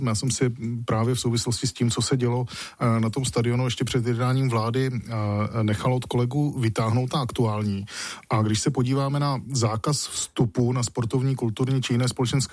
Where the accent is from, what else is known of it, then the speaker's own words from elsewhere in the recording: Brno, South Moravian Region, Czechia; moved away as an adult; now in Prague, Czechia; Já jsem z Brna. Abych uvedl věc na pravou míru. A v Praze už jsem tedy poměrně dlouho, pohybuji se tady skoro už 20 let